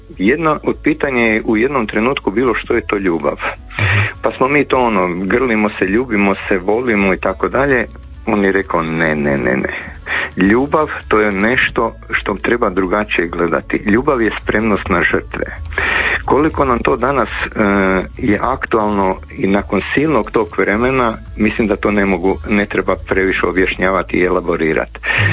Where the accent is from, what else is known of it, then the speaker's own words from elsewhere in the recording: Zagreb, City of Zagreb, Croatia; Ja sam iz Zagreba, Špansko trenutna lokacija.